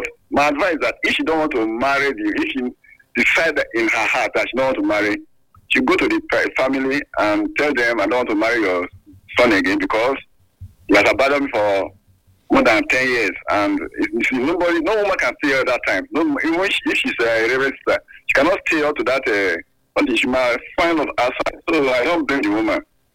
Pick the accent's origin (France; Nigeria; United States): Nigeria; Sapele, Delta; I'm from Sapele.